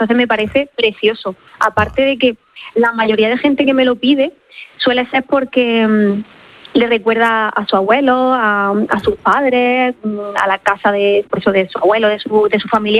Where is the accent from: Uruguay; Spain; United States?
Spain; Almería, Andalusia; porque soy de Almería, aunque llevo muchísimos años aquí, y el mar siempre me ha llamado mucho